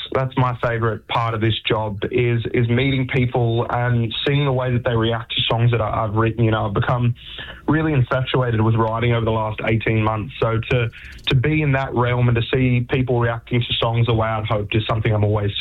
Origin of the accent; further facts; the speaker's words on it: Tamworth, New South Wales, Australia; growing up in Tamworth